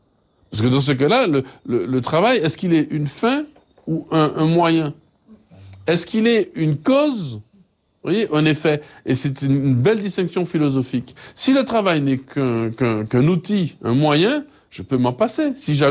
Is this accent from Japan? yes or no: no; Martinique; chez nous, en Martinique